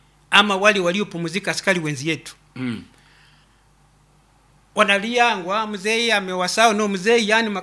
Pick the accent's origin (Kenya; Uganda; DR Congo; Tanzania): Uganda; Kagadi, Western Region; born there; Mezaliwa Bukara Sabukaunte. Na Bukara ilikuwa hajakuwepo ni mezaliwa Kagadi Sabukaunte. Na district ilikuanga Hoima ya zamani.